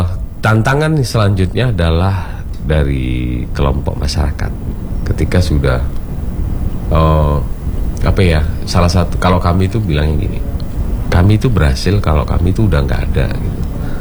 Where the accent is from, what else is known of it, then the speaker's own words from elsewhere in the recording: Batu, East Java, Indonesia; di desa saya sendiri, di desa Pesanggerahan itu